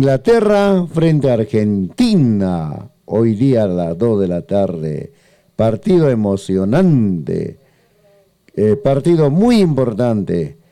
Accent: Peru

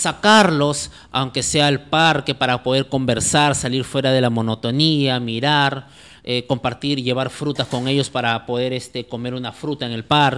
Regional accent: Chimbote, Ancash, Peru; moved away; yo soy de Chimbote

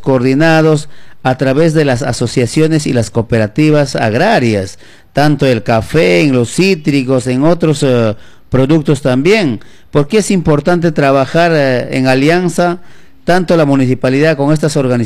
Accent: Pichanaki, Junín, Peru; Y nosotros como pichanaquinos debemos sentirnos orgullosos de esta organización que formamos

